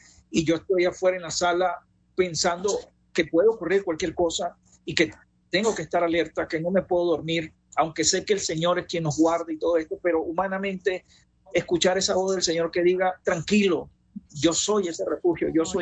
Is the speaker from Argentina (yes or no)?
no; Venezuela; nosotros como venezolanos estamos creciendo en el carácter